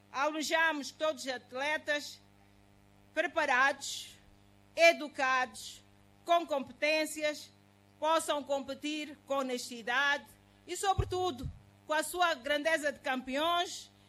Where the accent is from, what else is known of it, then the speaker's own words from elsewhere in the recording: Mozambique; Isto exige a todos nós, como moçambicanos, a promoção do acesso ao desporto